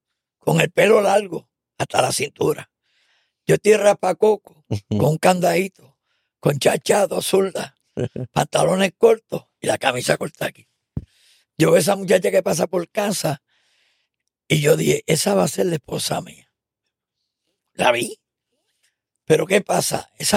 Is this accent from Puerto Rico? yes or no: yes; Ponce, Puerto Rico; yo me crié en Ponce